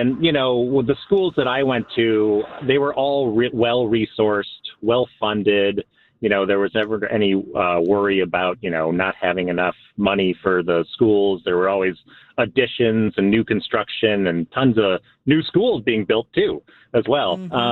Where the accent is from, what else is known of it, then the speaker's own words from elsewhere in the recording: Park Ridge, Illinois, United States; I grew up in Park Ridge.